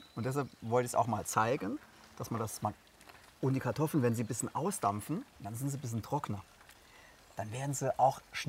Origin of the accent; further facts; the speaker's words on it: Blieskastel, Saarland, Germany; Ja, ich komme auch aus einem, das ist ja ein Ortsteil von Blieskastel-Alschbach. Und ich komme auch aus einem Ortsteil von Blieskastel.